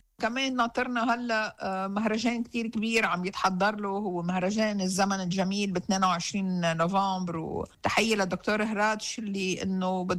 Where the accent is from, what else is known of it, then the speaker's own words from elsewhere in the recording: South Lebanon, Lebanon; وانا بنت جنوبية وانا ضيعتي راحت،